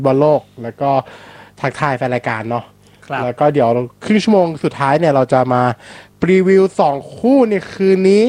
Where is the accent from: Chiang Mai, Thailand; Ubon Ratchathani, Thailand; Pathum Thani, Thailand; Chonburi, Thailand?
Pathum Thani, Thailand; Lam Luk Ka; also born or lived in Min Buri, Bangkok; ผมเนี่ยเป็นคนลำนุกาแต่ว่าลูกครึ่งเนี่ยหมายความว่าไงผมต้องมีเชื้อสายอื่นไหมผมเป็นคนลำนุกาใช่